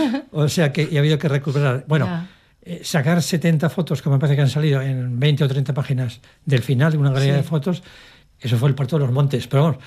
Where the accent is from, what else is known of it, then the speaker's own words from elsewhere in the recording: Aragon, Spain; Estuve buscándolo, como soy buen aragonés y por tanto tozudo, ajá, encontré todo lo que tenía que buscar